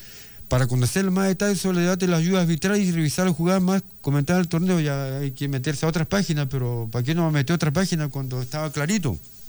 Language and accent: Spanish; Chile; como hablamos aquí en la chilena y por acá cerca